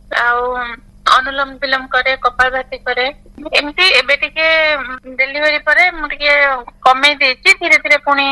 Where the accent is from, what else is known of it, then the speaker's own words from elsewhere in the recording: Balasore, Odisha, India; ଆମ ଘର ବାଲେଶ୍ୱର।